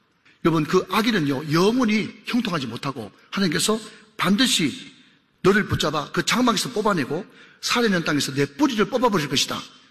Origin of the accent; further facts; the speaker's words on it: South Korea; 저도 한국 사람이지만